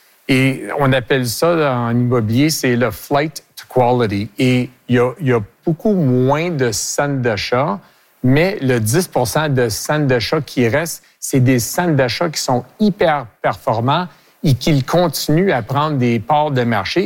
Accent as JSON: {"language": "French", "region": "Quebec", "country": "Canada", "tie": "born or raised there", "said": "je suis fier québécois. Je suis, mais j'ai été né ici. Mes parents ont été nés ici. Mes grands-parents ont été nés ici. J'ai été éduqué en français."}